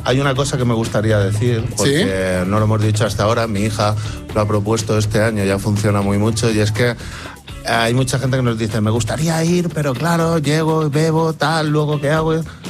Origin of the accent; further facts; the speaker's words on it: Murcia, Region of Murcia, Spain; now in Madrid, Spain; yo soy de Murcia, con ascendencia alicantina, valenciana y balear.